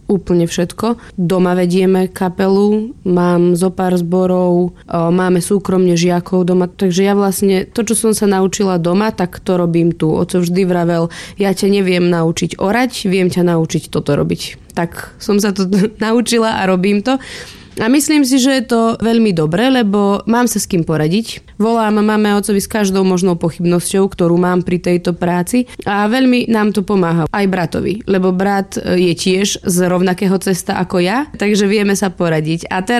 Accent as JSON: {"language": "Slovak", "town": "Selenča", "region": "Vojvodina", "country": "Serbia", "tie": "born or raised there", "moved": "as an adult", "lives_now": "Slovakia", "said": "doteraz sa cítim doma v Selenči."}